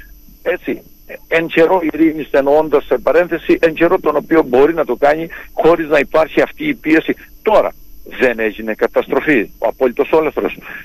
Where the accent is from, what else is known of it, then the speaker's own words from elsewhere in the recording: Crete, Greece; που είμαστε από την Κρήτη